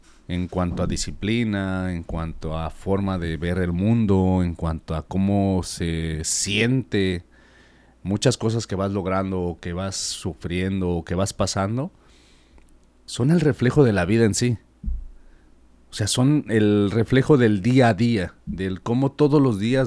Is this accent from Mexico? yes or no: yes; Mexico; nuestro subconsciente como personas, como mexicanos